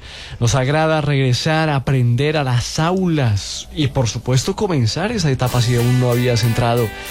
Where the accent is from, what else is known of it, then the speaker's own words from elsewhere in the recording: San Pedro de los Milagros, Antioquia, Colombia; Recuerdo yo incluso cuando viajaba de mi pueblo, San Pedro de los Milagros, aquí a la universidad.